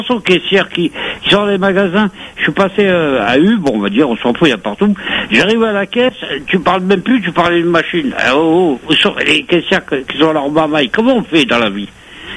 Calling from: Corsica, France; moi je suis corse

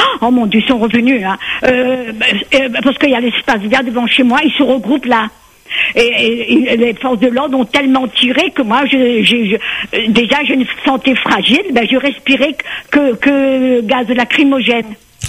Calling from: Saint-Benoît, Réunion; J'habite à Saint-Benoît et j'habite juste en face du lycée Patu Rosemont.

